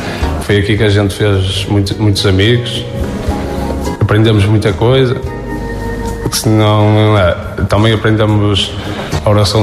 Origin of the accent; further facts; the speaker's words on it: São Pedro da Cova, Porto, Portugal; eu era raro vir aqui para o Porto, porque eu sou de São Pedro da Cova